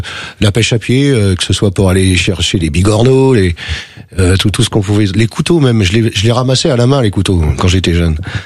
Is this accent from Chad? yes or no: no; Saint-Brieuc, Brittany, France; Mais j'ai grandi notamment, oui, à Saint-Brieuc, et après, je suis parti sur Trégueux, oui.